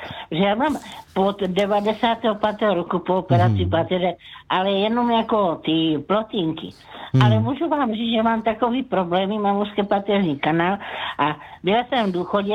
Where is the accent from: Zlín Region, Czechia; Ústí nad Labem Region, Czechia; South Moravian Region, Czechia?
South Moravian Region, Czechia; Brno; já jsem v Brně a to je jako jediná, odkud pocházím, jo?